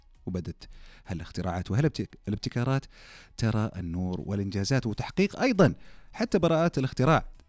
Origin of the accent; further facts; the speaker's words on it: Saudi Arabia; وإحنا دائما متفردين بالتميز كسعوديين.